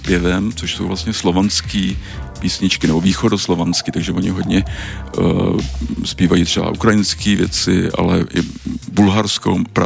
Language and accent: Czech; Plzeň, Plzeň Region, Czechia; Jako v Praze to moc patrné není, ale já jsem třeba z Plzně, tak tam jako najdeme nějaký jako lidový soubory.